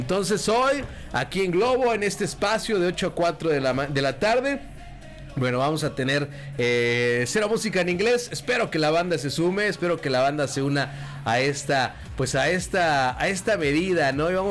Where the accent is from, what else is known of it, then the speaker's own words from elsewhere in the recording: Mexico; Hoy somos bien mexicanos.